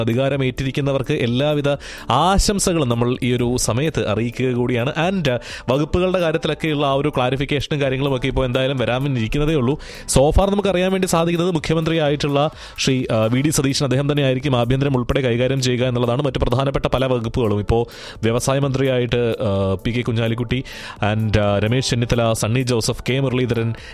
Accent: Kerala, India; നമ്മൾ ആശംസിക്കുകയാണ് ഒരു മലയാളി എന്ന നിലയിൽ.

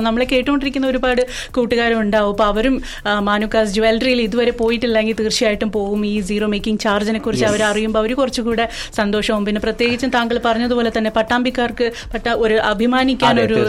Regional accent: Thiruvananthapuram, Kerala, India; ഞങ്ങൾ തിരുവനന്തപുരത്തുകാർ ചോദിക്കും എവിടെ എപ്പോ എന്തരി എങ്ങനെയാണ്.

